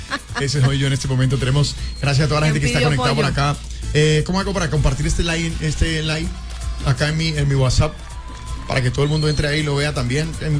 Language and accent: Spanish; La Dorada, Caldas, Colombia; now in Villavicencio, Colombia; Eso fue hace 3 años que estuve en mi tierra, en La Dorada, barrio Los Andes.